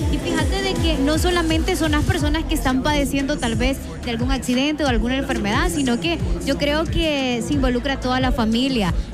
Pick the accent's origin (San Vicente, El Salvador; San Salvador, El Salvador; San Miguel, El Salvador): San Vicente, El Salvador; yo soy de San Vicente y nos veníamos hasta Santa Tecla para las terapias